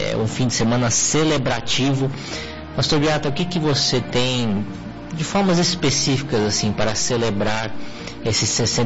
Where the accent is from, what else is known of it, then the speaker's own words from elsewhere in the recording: Minas Gerais, Brazil; E como um bom mineiro, ansioso, com coração a mil, é como um paulista quase dormindo, né?